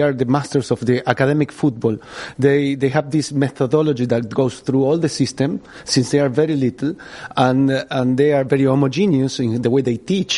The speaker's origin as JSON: {"language": "English", "country": "Argentina", "said": "And then I'm coming from Argentina, and there's a different understanding of what football is."}